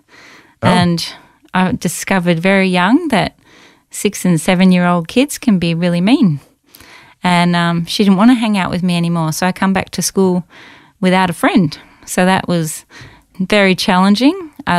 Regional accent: Chirnside Park, Victoria, Australia; So I grew up in Chirnside Park. Went to the Chirnside Park Primary School, and I was even born in the little hospital back when it was.

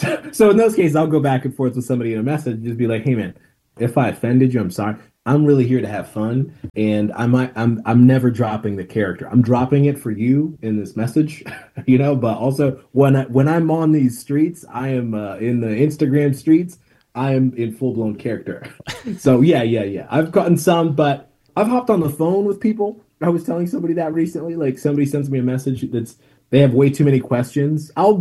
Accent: Tanzania; I'm from Tanzania, East Africa

